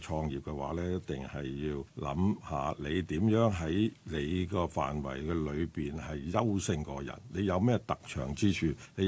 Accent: China; 我哋中國人比較上係唔係好注重我哋嘅產品嘅包裝嘅。

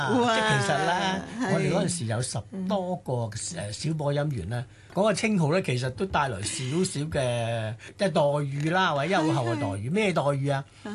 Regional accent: Hong Kong Island, Hong Kong; 嗰時 住柴灣第一段啊

